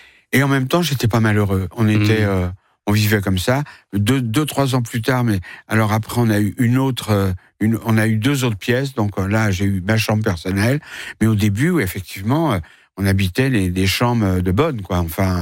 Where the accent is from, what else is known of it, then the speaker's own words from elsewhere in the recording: Paris, Île-de-France, France; je suis né à Paris, et j'ai été élevé seul au début par ma mère.